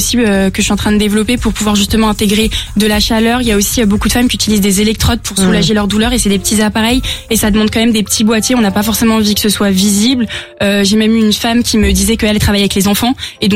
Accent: Île-de-France, France; je viens d'Île-de-France, du 91.

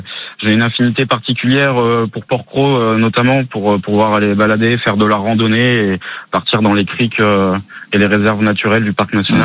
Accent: La Rochelle, Nouvelle-Aquitaine, France; moved away as an adult; now in Var, France; Je suis originaire de La Rochelle

